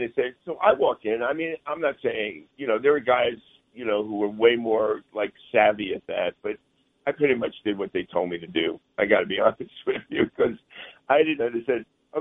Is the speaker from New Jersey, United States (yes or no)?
yes; Bayonne, New Jersey, United States; now in New York City, United States; And you know, I'm from Bayonne, New Jersey. I mean, I'm living in New York City. I'm not like totally unhip.